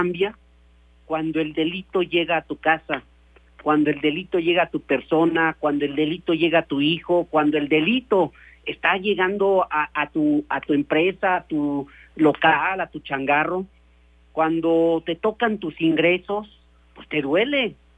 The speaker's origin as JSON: {"language": "Spanish", "town": "Irapuato", "region": "Guanajuato", "country": "Mexico", "tie": "born there", "said": "La verdad, a mí sí me duele mucho lo que está sucediendo en Irapuato, donde yo nací, donde quizá mucha gente que nos está escuchando nació"}